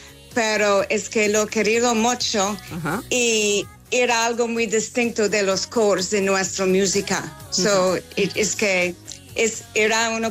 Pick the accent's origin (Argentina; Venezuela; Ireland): Ireland; Dundalk, Leinster; En Dundalk. Sí, sí.